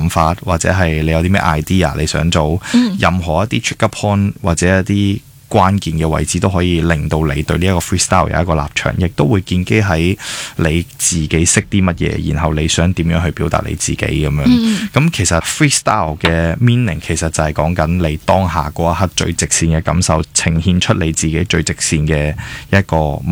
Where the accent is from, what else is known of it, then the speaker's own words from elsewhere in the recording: Hong Kong; 我們曾經在香港土生土長的20年